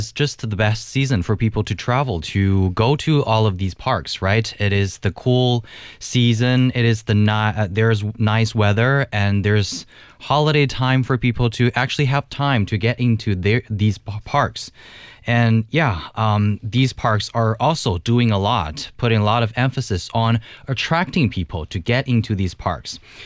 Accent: Wuxi, Jiangsu, China; that's my hometown.

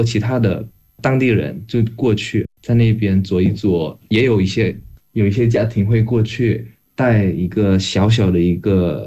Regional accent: Indonesia; moved away as an adult; now in China; 我外公现在在印尼，我们所有家里人都在印尼，就我一个人现在留在中国

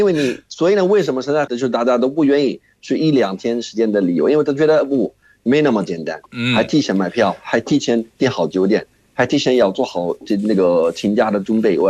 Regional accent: Jordan; Chinese is a second language; 在约旦呢，其实跟中国的我觉得有点不同的是，咱们一般要是去旅游的话

